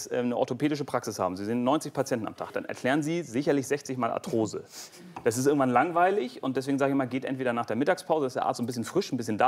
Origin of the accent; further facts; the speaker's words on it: Hamburg, Germany; Ich bin in Hamburg aufgewachsen und habe mich viel rumgetrieben in der Schulzeit.